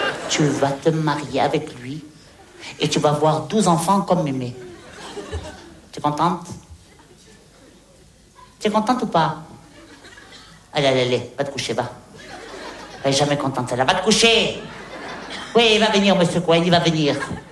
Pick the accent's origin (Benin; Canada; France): France; Hauts-de-France